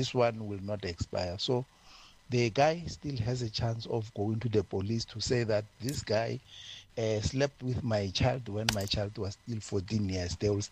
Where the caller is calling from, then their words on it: Pretoria, Gauteng, South Africa; I'm calling you from Pretoria.